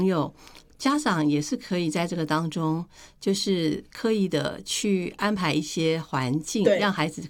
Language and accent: Chinese; Taiwan; born there; 小时候我们住那个眷村啊